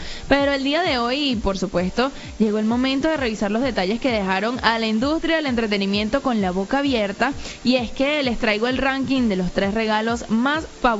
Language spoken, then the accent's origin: Spanish; Portugal; yo soy portuguesa también